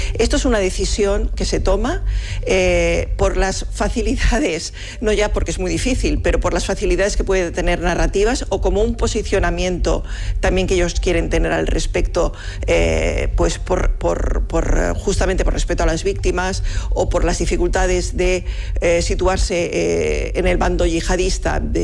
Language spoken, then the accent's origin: Spanish; Seville, Andalusia, Spain; now in Barcelona, Spain; Yo también soy de Barcelona, bueno, soy sevillana, pero resido en Barcelona desde hace muchos años